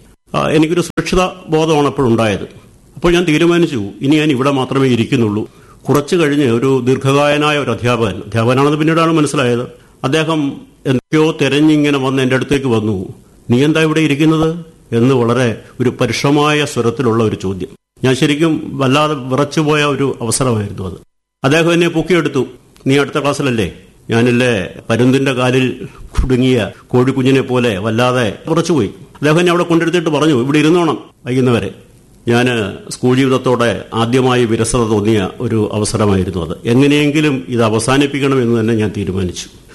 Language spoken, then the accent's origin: Malayalam; Thodiyoor, Kerala, India; കരുനാഗപ്പള്ളി താലൂക്കിലെ തൊടിയൂർ എന്ന ഗ്രാമത്തിലാണ് ഞാൻ ജനിച്ചത്. തികച്ചും ഗ്രാമ്യമായ അന്തരീക്ഷമുള്ള ഒരു ചുറ്റുപാടിലാണ് അന്ന് ജനിച്ചത്. ഇന്നത് ഒരു പട്ടണത്തിന്റെ പകിട്ടുമൊക്കെ വന്നിരിക്കുകയാണ്. അതായത് കരുനാഗപ്പള്ളി മുനിസിപ്പാലിറ്റിയോട് ചേർന്ന് കിടക്കുന്ന പ്രദേശം